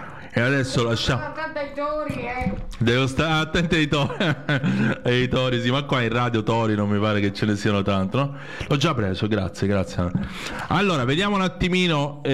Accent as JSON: {"language": "Italian", "region": "Sicily", "country": "Italy", "tie": "born there", "moved": "yes", "lives_now": "Padua, Italy", "said": "No, io vivo a Padova, sì. Però sono nato in Sicilia, ecco, perché della cadenza."}